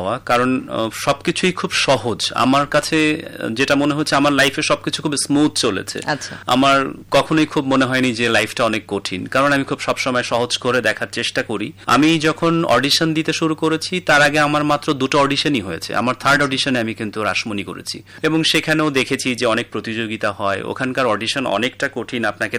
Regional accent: Bangladesh; also born or lived in Kolkata; আমি বাংলাদেশের একজন নাগরিক

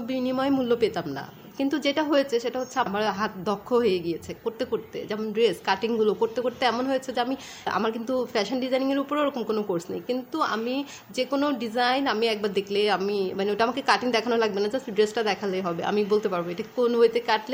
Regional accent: Noakhali, Chittagong Division, Bangladesh; আমি নোয়াখালীর মেয়ে

